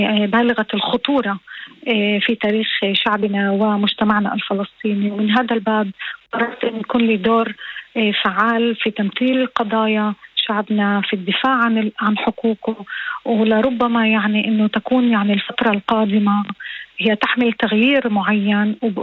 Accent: Israel; وعلينا ايضا كاقليه فلسطينيه داخل دوله اسرائيل

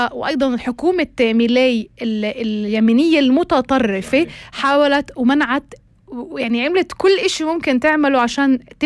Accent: Palestine; بتهمنا كمان كفلسطينيين.

